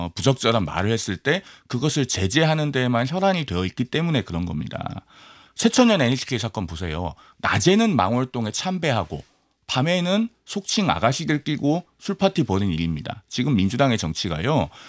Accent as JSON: {"language": "Korean", "region": "Honam", "country": "South Korea", "tie": "born or raised there", "said": "제가 호남 출신이기 때문에"}